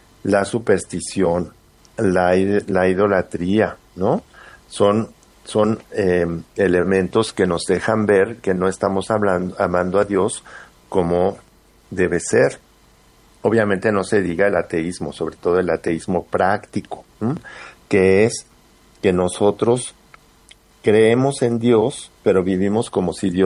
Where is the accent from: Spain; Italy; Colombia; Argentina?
Spain; incluso en mi país, en España, ¿verdad?